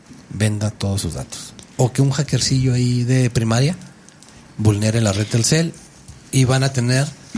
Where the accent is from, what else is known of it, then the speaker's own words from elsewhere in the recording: Mexico; como somos los mexicanos